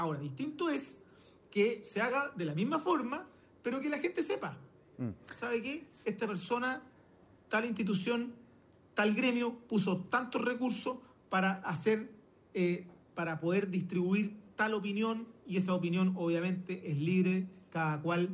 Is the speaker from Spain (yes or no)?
no; Araucanía, Chile; Soy de la Araucanía.